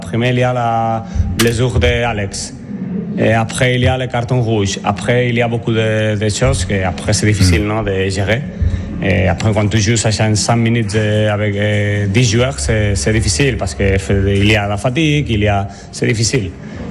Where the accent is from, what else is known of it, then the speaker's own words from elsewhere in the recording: Spain; French is a second language; Je ne sais pas si parce que je suis espagnol, je ne sais pas, mais je parle français.